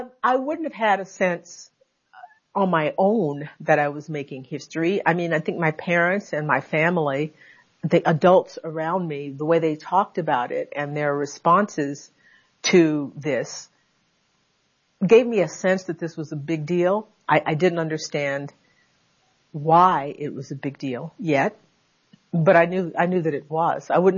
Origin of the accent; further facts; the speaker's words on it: Conroe, Texas, United States; Yeah, Annette Gordon Reed Elementary School in my hometown. Yes, in Conroe, Texas. Yeah, Conroe, Texas.